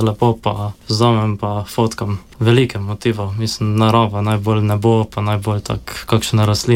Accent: Šentjur, Savinja, Slovenia; prihajam iz Šentjurja pri Celju, star sem 22 let

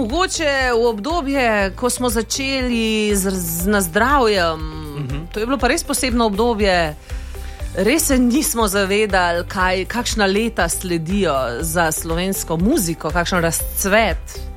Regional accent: Ljubljana, Central Slovenia, Slovenia; born there; also born or lived in Kotlje; Tako da celo življenje pa živimo v Ljubljani, ker sta se spoznala kot študenta in sta tam živela, tako da sem že celo življenje tam.

